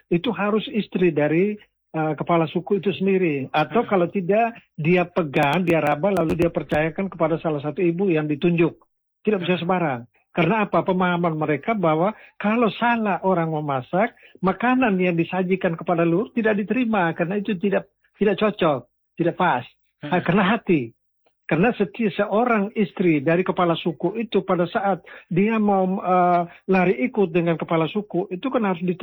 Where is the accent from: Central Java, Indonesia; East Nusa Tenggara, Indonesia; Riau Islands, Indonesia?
East Nusa Tenggara, Indonesia; karena saya lebih banyak tahu secara entitas tentang budaya saya orang Lio.